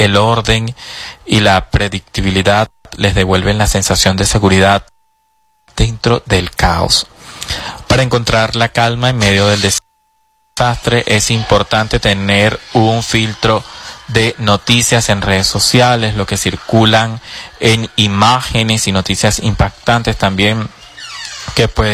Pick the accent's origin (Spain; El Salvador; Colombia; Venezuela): Venezuela; esta situación que estamos padeciendo como venezolanos y venezolanas